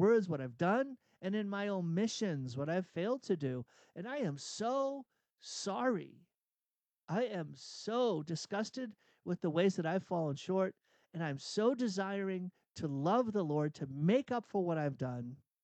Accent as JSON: {"language": "English", "region": "Massachusetts", "country": "United States", "tie": "born or raised there", "moved": "yes", "lives_now": "Boise, United States", "said": "I grew up in outside of Boston"}